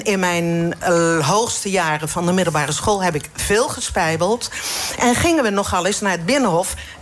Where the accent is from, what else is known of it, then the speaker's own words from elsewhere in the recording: Delft, South Holland, Netherlands; Ik ben in Delft opgegroeid, zat in Rijswijk op school.